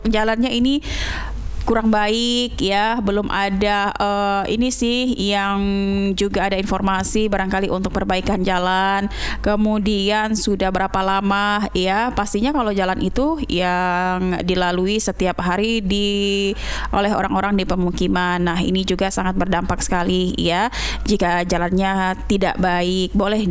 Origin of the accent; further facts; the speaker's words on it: Nunukan, North Kalimantan, Indonesia; now in Jayapura, Indonesia; Ya, assalamualaikum dari Jayapura, Papua. Lahir besar di Nunukan.